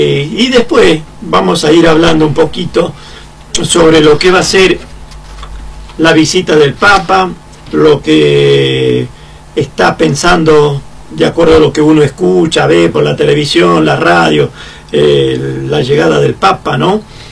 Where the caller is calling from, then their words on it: Argentina; porque también nosotros somos partícipes de una parte de la religión de nuestra querida Argentina.